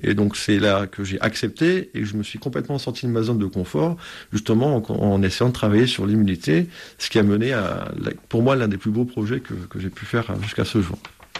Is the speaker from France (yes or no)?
yes; Toulouse, Occitanie, France; Alors, donc à l'origine, je suis de Toulouse, donc j'ai fait mes études à l'université de Toulouse Paul Sabatier.